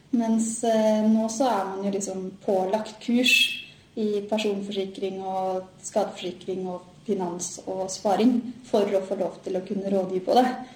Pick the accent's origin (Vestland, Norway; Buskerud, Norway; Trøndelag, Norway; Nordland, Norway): Buskerud, Norway; accent: Halling; also born or lived in Nes / Gol; Født og oppvokst I Hallingdal, kan jeg jo si. For jeg jo bodd på Nes egentlig liksom, I starten, og så har jeg vært på Gol de siste årene.